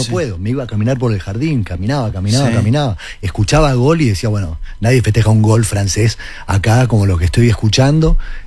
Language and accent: Spanish; Argentina; Soy de Argentina.